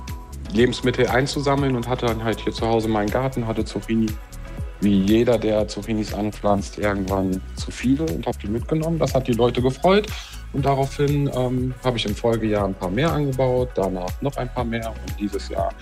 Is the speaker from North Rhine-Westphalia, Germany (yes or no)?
yes; Wallefeld, North Rhine-Westphalia, Germany; Eigentlich immer relativ sozial aufgewachsen und auch bei uns im Dorf, also ich komme aus Wallefeld, da war Dorfgemeinschaft immer